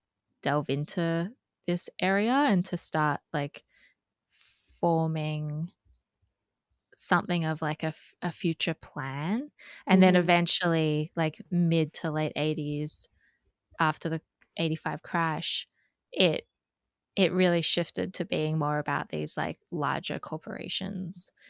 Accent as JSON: {"language": "English", "country": "Australia", "said": "my home country, Australia."}